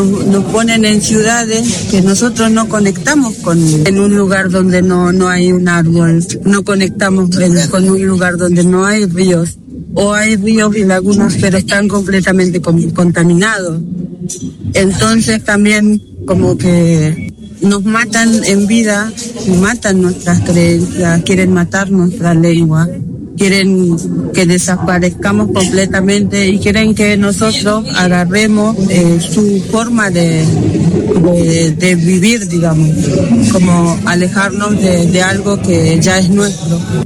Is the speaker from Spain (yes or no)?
no; Rosario, Santa Fe, Argentina; vengo de Rosario, soy de la comunidad Kom.